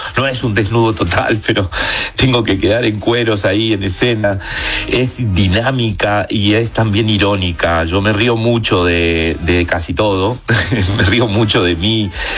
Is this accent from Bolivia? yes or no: no; Buenos Aires, Argentina; cómo es ser un gay, en este caso soy un gay porteño argentino, en una sociedad muy tolerante